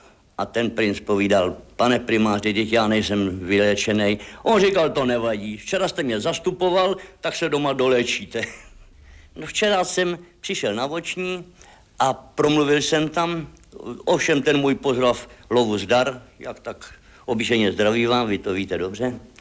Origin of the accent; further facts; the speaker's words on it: Komářice, South Bohemian Region, Czechia; Já jsem z Komářic